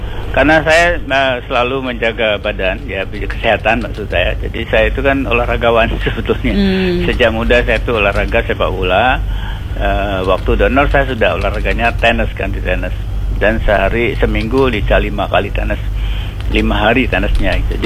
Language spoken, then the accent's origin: Indonesian; Bangka Belitung Islands, Indonesia; now in Yogyakarta, Indonesia; saya asli Pulau Bangka, Bangka Belitung.